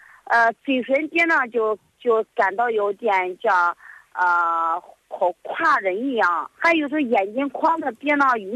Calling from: Hefei, Anhui, China; 我是合肥的。

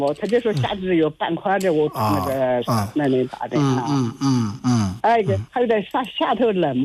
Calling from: Lianyungang, Jiangsu, China; 我是江苏省连云港的呢。

